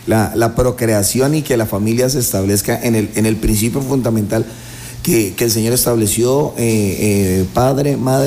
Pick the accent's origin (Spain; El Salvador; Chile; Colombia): Colombia